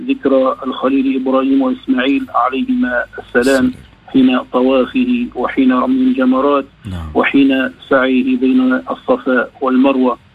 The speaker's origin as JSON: {"language": "Arabic", "country": "Tunisia", "said": "بلدنا تونس،"}